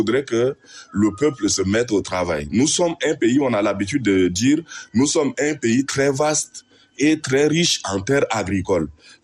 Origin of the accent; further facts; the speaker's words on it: Doba, Logone Oriental, Chad; now in N'Djamena, Chad; si je veux aller chez moi à Doba